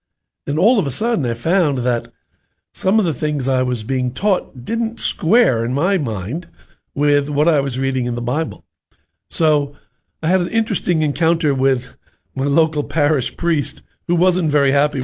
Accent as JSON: {"language": "English", "region": "New York", "country": "United States", "tie": "born or raised there", "said": "I grew up in New York, and I was the youngest of six children."}